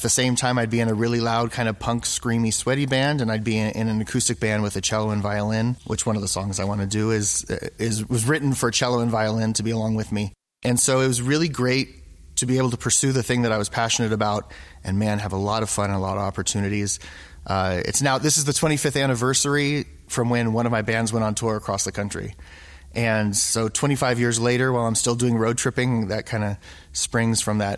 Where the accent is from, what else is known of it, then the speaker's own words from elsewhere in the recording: Burbank, California, United States; I'm from Burbank, California. Well, Burbank is the media city of the world. Not in Hollywood, but over the hill from Hollywood.